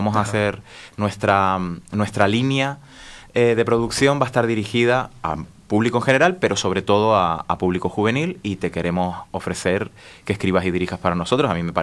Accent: Tenerife, Canary Islands, Spain; born there; Nací en Canarias en el año 76, hace ya unos añitos.

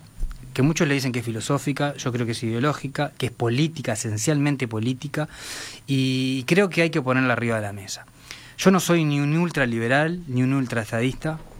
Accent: Salto, Uruguay; moved away as an adult; Sí, sí, soy oriundo de Salto. Hasta los 17, 18 años estuve ya en Salto.

